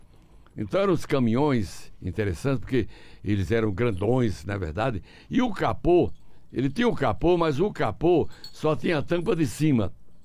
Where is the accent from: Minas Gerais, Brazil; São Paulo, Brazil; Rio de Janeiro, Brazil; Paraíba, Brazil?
Paraíba, Brazil; São Gonçalo; born there; da Paraíba, justamente ali em São Gonçalo, onde tem o açude de São Gonçalo, onde eu nasci